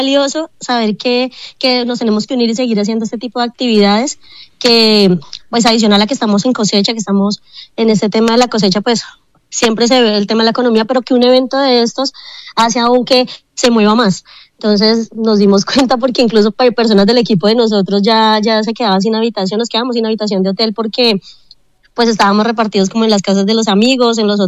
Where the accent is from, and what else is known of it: Planadas, Tolima, Colombia